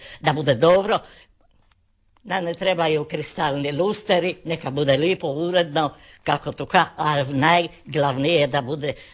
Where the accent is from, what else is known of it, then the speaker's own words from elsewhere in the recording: Rakalj, Istria County, Croatia; born there; rođena sam u Raklju, 1926. godine, 28. siječnja, 1926.